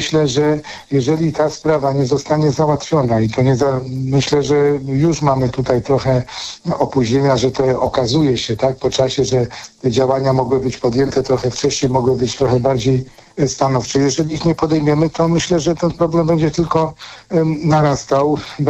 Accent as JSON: {"language": "Polish", "town": "Kalisz", "region": "Greater Poland Voivodeship", "country": "Poland", "said": "przecież kupują u nas w Kaliszu mieszkania"}